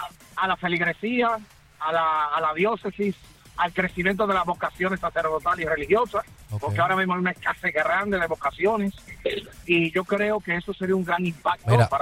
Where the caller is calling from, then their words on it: La Vega, Dominican Republic; en mi pueblo de La Vega